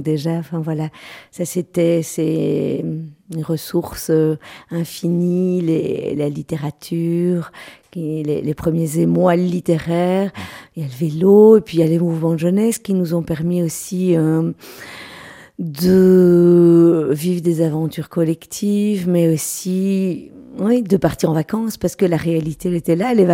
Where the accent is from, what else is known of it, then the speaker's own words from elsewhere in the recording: Charleroi, Wallonia, Belgium; Roux, en fait, j'ai été élevée à la ferme.